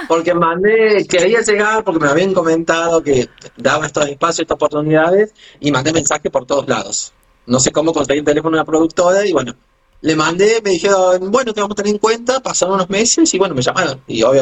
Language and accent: Spanish; Villa Carlos Paz, Córdoba, Argentina; De acá de Carlos Paz.